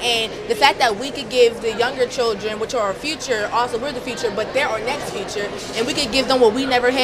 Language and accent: English; Pittsburgh, Pennsylvania, United States; I'm from Allegheny County, Pittsburgh, Pennsylvania, and I work for NLA Reading Warriors.